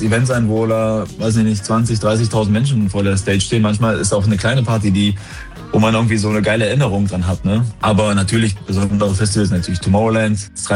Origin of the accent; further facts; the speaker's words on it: Kühlstedt, Thuringia, Germany; born or raised there